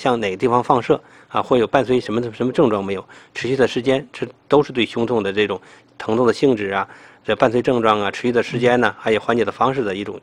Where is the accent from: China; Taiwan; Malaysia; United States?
China; 我们中国人的这个患病率